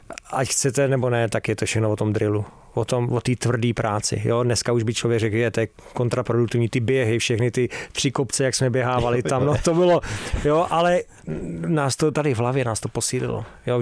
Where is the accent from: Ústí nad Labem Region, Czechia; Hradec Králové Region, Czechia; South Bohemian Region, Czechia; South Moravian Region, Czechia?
Hradec Králové Region, Czechia; Hradec Králové; also born or lived in Havlíčkův Brod; jinak jsem vyrůstal v Hradci. Protože, a všichni si totiž spojují ještě jednu věc, já jsem vyrůstal v Hradci, narodil jsem se v Brodě, ale hrál jsem za Duklu Jihlava